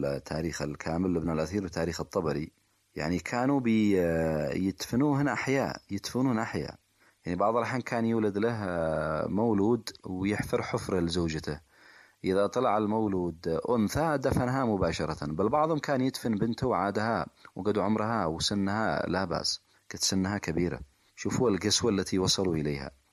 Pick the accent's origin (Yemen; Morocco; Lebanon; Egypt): Yemen